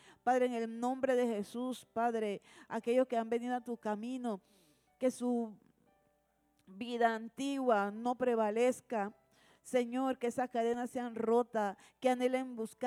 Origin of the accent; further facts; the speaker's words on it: Panama; Somos panameños